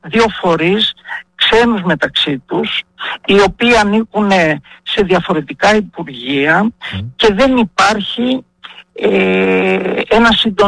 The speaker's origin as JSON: {"language": "Greek", "region": "Epirus", "country": "Greece", "tie": "born or raised there"}